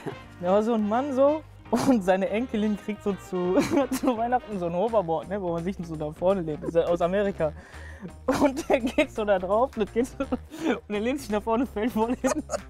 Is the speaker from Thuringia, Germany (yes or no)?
no; Duisburg, North Rhine-Westphalia, Germany; also born or lived in Dinslaken; ich bin in Dienstlaken geboren, aber seit meinem ersten Lebensjahr eigentlich bin ich Duisburger.